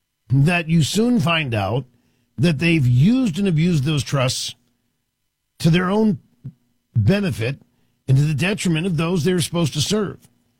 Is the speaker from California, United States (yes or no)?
no; Washington, District of Columbia, United States; because I grew up in Washington, D.C. I remember going as a kid